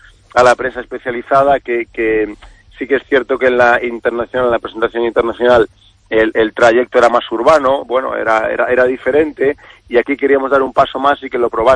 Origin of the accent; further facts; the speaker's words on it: Galicia, Spain; Yo como gallego...